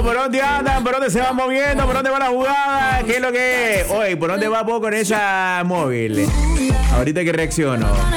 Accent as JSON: {"language": "Spanish", "town": "Juigalpa", "region": "Chontales", "country": "Nicaragua", "said": "Este domingo es el hípico allá en mi tierra."}